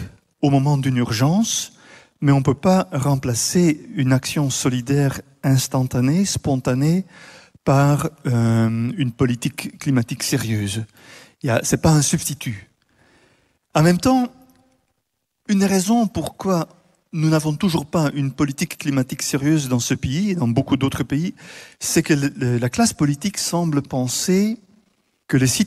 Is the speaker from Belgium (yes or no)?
yes; Bruges, Flanders, Belgium; Moi je viens de Bruges